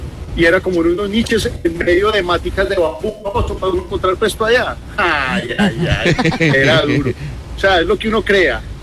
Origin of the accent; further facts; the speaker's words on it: Manizales, Caldas, Colombia; Yo soy de Manizales